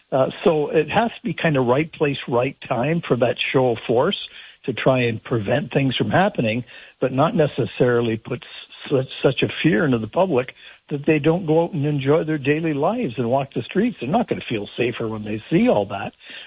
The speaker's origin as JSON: {"language": "English", "town": "Sault Ste. Marie", "region": "Ontario", "country": "Canada", "tie": "born or raised there", "said": "I grew up in Sault Ste. Marie"}